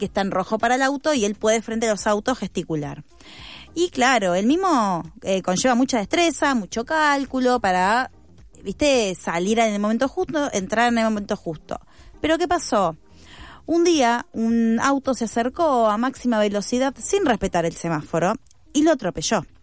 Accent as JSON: {"language": "Spanish", "area": "the province", "region": "Buenos Aires Province", "country": "Argentina", "tie": "born there", "moved": "yes", "lives_now": "Buenos Aires, Argentina", "said": "Yo vivía en provincia cuando era chica"}